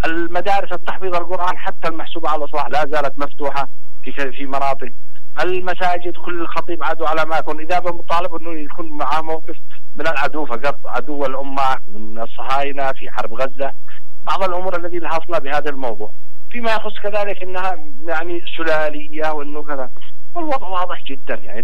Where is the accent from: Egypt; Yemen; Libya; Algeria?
Yemen; وإحنا بنقول كأنصار الله نحن جزء من اليمن